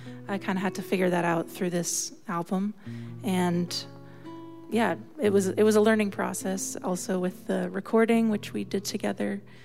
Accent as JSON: {"language": "English", "town": "Tucson", "region": "Arizona", "country": "United States", "said": "Yep, we're both from Tucson, Arizona."}